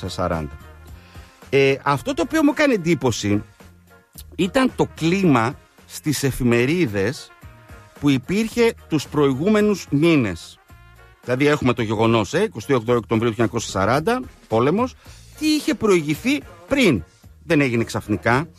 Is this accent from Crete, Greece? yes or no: no; Thessaloniki, Central Macedonia, Greece; Εγώ μάλιστα εδώ στη Θεσσαλονίκη μεγάλωσα στην Οδό Ιταλίας, μετά την αλλάξαν την κάνει 28 Οκτωβρίου